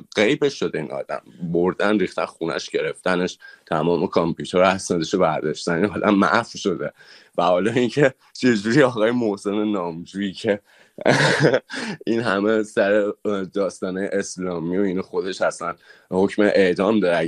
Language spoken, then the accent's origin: Persian; Iran; حتی از حق دیدن خانواده هامون، حتی بازگشت به وطنمون.